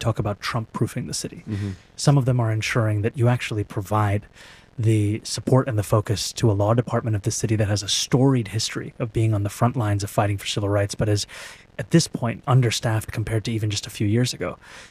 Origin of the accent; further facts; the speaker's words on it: New York, United States; You know, being a New Yorker means being at ease with much of what is thrown at you.